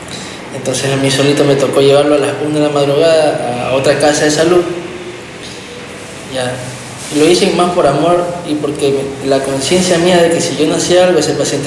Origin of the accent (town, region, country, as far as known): El Empalme, Guayas, Ecuador; born or raised there